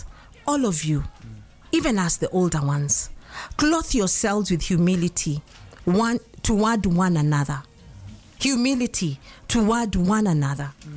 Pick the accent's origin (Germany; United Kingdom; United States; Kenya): Kenya; also born or lived in Kisumu